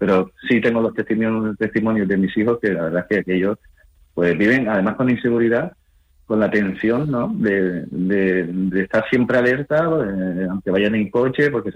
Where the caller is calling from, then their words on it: Canary Islands, Spain; como canarios